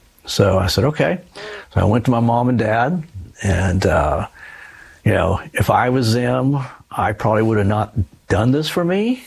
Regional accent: California, United States; born there; And so I was born in Southern California.

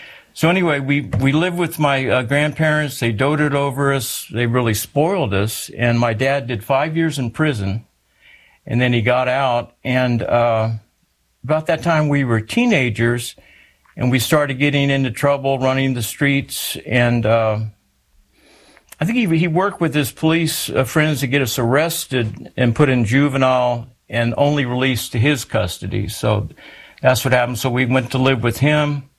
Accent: San Antonio, Texas, United States; born there; Well, I was born in San Antonio, Texas

